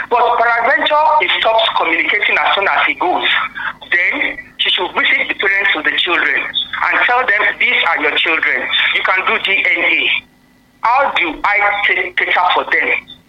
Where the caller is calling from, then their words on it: Apata Owode, Nigeria; I'm coming from Apata Owode.